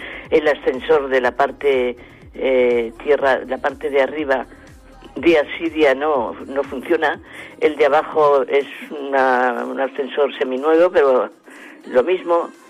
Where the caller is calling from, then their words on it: Vigo, Galicia, Spain; Yo le llamo desde Pimargal. Es una calle que está, nadie se acuerda de ella. Hay baches por todos los lados.